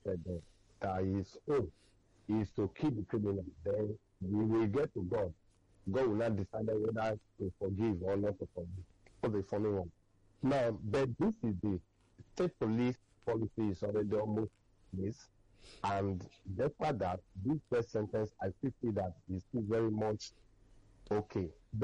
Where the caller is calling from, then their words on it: Ikeja, Lagos, Nigeria; coming from Ikeja.